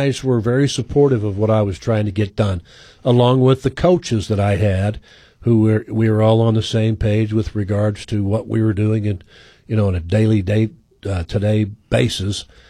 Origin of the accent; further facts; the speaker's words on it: Jacksonville, Florida, United States; Because I grew up in Jacksonville.